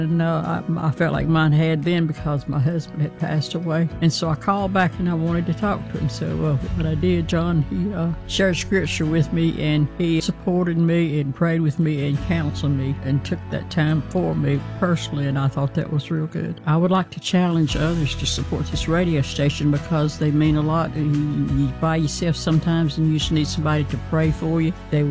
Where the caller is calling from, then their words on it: Randolph, North Carolina, United States; I'm from Randolph, North Carolina